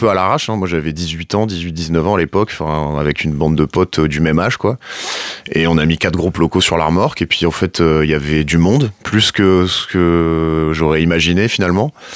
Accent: Bourlon, Hauts-de-France, France; puisque je suis originaire de Bourlon. J'ai grandi à Bourlon et j'y ai vécu pendant longtemps.

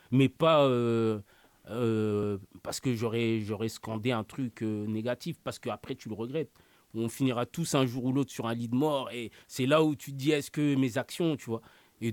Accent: France; born there; je suis né en France, je me sens français.

